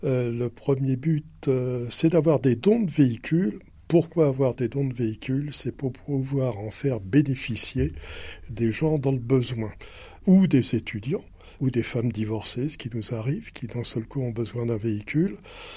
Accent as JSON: {"language": "French", "town": "Paris", "region": "Île-de-France", "country": "France", "said": "je suis parisien d'origine"}